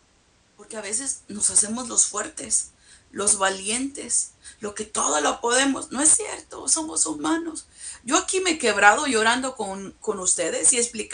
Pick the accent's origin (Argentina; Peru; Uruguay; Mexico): Mexico; yo soy de México.